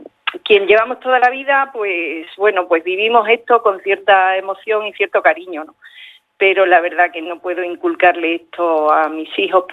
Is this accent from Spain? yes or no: yes; Miajadas, Extremadura, Spain; Yo es que soy de Miajadas